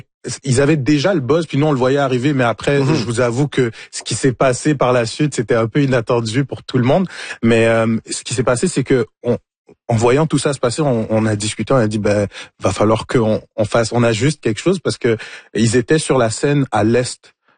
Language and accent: French; Montreal, Quebec, Canada; Moi, j'ai grandi à Montréal, je suis né à Montréal